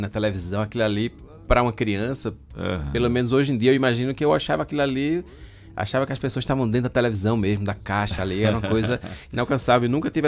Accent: Serra Talhada, Pernambuco, Brazil; moved away as an adult; also born or lived in Recife; eu sou de Serra Talhada, que é o sertão do Pajeú, é o interior de Pernambuco, mais ou menos no meio.

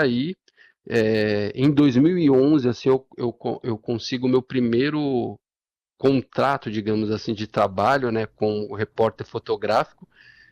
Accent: São Paulo, Brazil; Venho de uma família muito pobre, né, daqui de São Paulo

